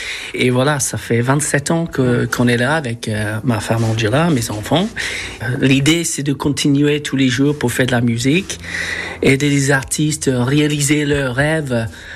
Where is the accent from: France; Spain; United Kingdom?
United Kingdom; Preston, North West England; French is a second language; On est de Preston, c'est dans le nord-ouest, 40 km de Liverpool et Manchester, entre les deux villes.